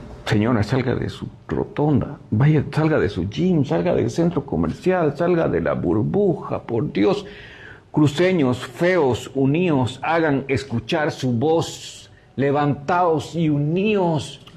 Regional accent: Santa Cruz, Bolivia; Yo soy cruceño, soy moreno y soy feo, ¿ya?

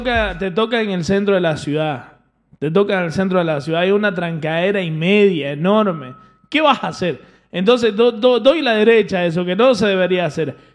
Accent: Santa Cruz, Bolivia; yo soy boliviano. Soy más camba que la yuca.

